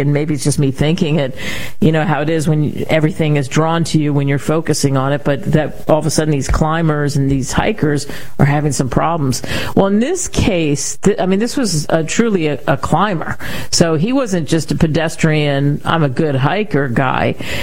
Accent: Northeast, United States; moved away; I grew up in the Northeast.

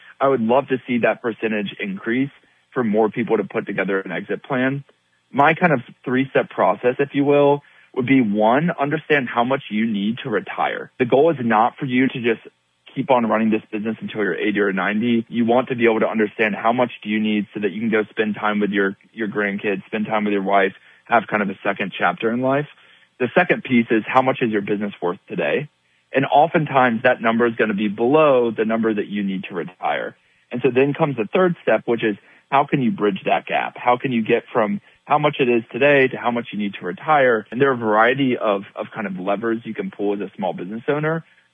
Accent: Wisconsin, United States; moved away as an adult; I was born and raised in Wisconsin and have been out in the D.C. area now for 21 years, if you can believe it.

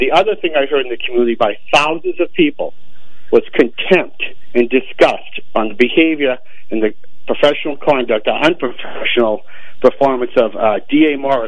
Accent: Boston, Massachusetts, United States; I'm from Boston originally. And I went to Capitol Hill High School, Stonehill College. And I'm one of nine kids.

